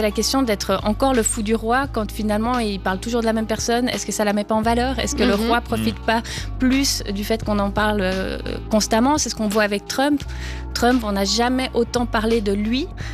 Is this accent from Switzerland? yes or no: yes; Switzerland; chez nous en Suisse